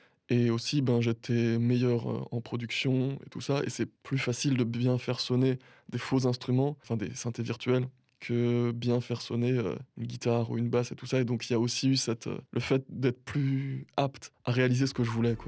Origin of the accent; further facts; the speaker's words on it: France; Il y a ce côté un peu French touch, encore une fois, que j'aime bien cultiver, tout ça, et dire bonjour, je suis français